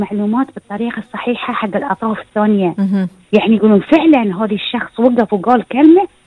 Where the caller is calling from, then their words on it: Bahrain; احنا مستوانا وايد عالي في البحرين وانا ما اقول ان انا اختار بنفسي بحرينية